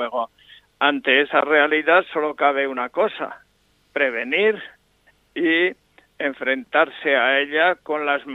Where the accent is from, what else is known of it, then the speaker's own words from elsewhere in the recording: Aragon, Spain; mi tierra de Monegros